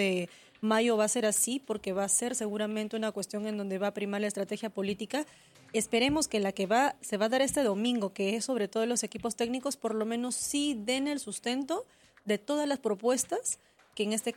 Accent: Peru; como peruanos todos podemos identificarnos, mañana nos ponemos el chino, nos identificamos, en general somos peruanos, eso es innegable.

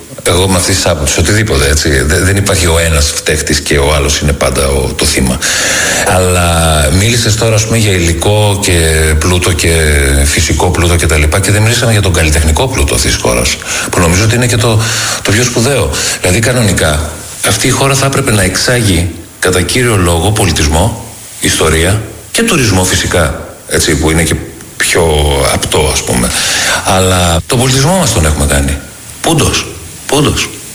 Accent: Greece; όταν είμαι εκτός Ελλάδος και κάποιος πάει να μου θίξει την πατρίδα μου

